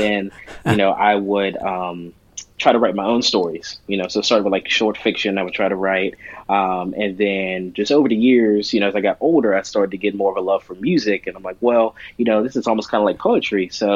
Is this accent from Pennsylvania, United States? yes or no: yes; Pittsburgh, Pennsylvania, United States; So I lived all over the place. I've moved a lot throughout the city. I spent most of my time in the Hazelwood neighborhood. And I currently live in Squirrel Hill now.